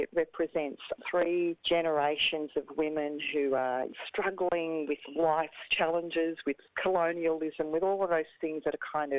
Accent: Victoria, Australia; I'm a Yorta Yorta Gunai Kurnai woman. I grew up on Yorta Yorta country up there in northeast Victoria, in inland freshwater country.

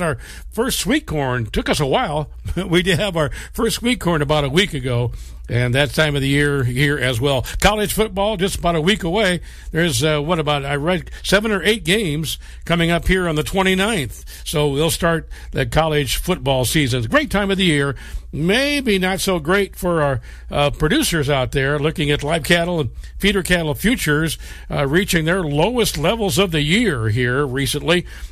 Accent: Iowa, United States; That looking forward to getting back to my home state in Iowa and attend the Farm Progress Show.

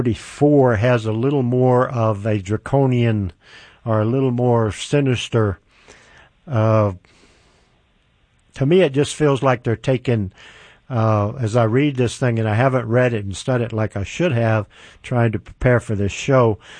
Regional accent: Deep South, United States; I grew up in the Deep South, and I have seen what segregation looks like.

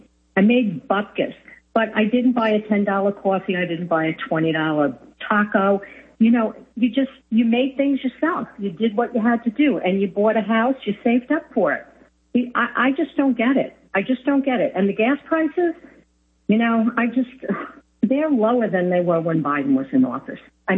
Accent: New York, United States; now in Florida Panhandle, United States; I'm originally from New York, and I live now in the Emerald Coast, the panhandle of Florida, for the past 23 years.

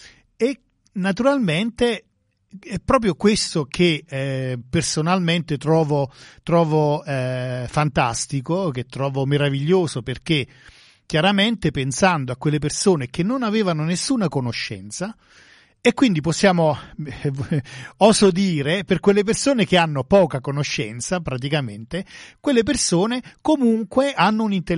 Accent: San Giorgio La Molara, Campania, Italy; come si dice al mio paese, a San Giorgio la Molara

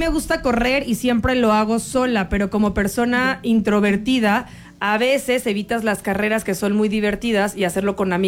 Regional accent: El Marqués, Querétaro, Mexico; Acá yo soy del Marqués y hace dos fines empecé a ir con ellas.

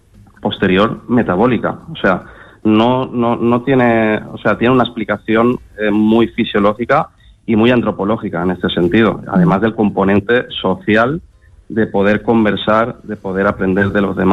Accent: Valencia, Valencian Community, Spain

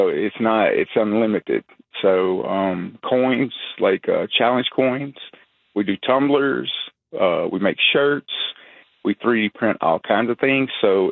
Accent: Louisiana, United States; now in Kenosha, United States; I'm originally from Louisiana.

